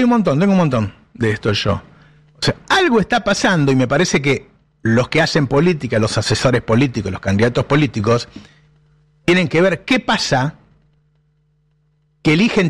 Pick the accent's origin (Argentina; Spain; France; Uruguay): Argentina